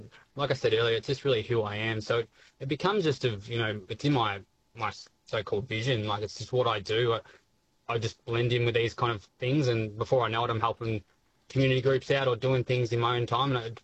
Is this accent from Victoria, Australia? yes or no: yes; Rokeby, Victoria, Australia; I volunteer at the local market just in Rokeby in my hometown.